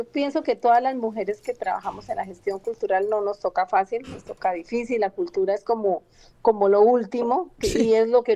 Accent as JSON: {"language": "Spanish", "region": "Llanos Orientales", "country": "Colombia", "said": "Yo también me puse el mío porque somos llaneras."}